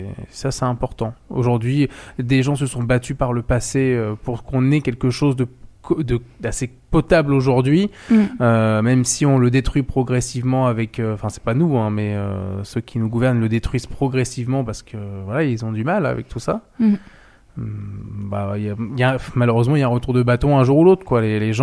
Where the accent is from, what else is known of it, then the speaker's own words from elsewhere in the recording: France; chez nous en France.